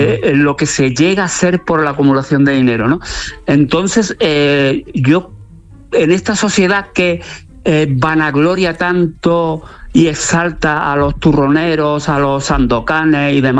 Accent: Córdoba, Andalusia, Spain; el del niño de barrio en Córdoba, en mi ciudad natal, ese niño de San Agustín, de San Lorenzo, que vivía en una familia terriblemente humilde

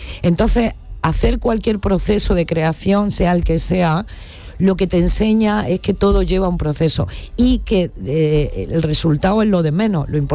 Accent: La Zubia, Andalusia, Spain; born or raised there

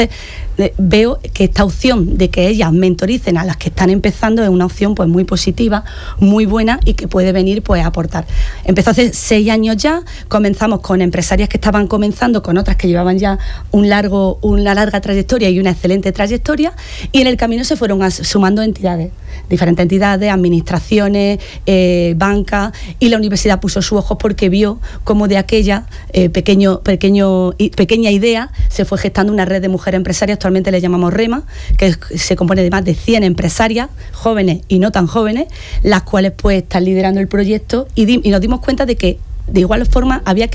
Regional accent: Martos, Andalusia, Spain; a mí me tiraba a mi tierra

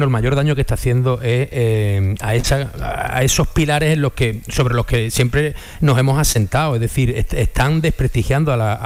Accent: Spain; es muy triste y es muy duro ver como español y como ciudadano

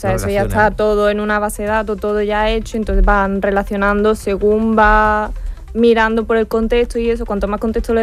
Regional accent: Cádiz, Andalusia, Spain; Sí, yo soy de Cádiz. Mira, pues tengo 23 años.

